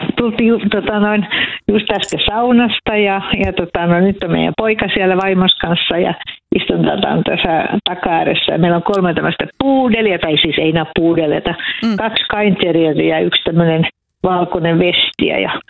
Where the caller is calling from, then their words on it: Vihti, Uusimaa, Finland; Joo, me ollaan Vihdistä ja meillä on mökki täällä Korppossa